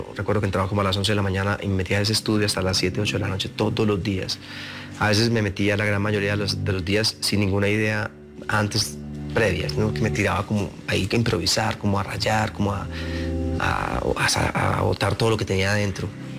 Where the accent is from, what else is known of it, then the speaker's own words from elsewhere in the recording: Colombia; iba viendo lo que pasaba en mi país